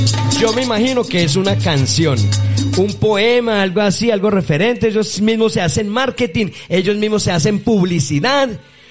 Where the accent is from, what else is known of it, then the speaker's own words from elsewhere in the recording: Colombia; now in Madrid, Spain; soy colombiano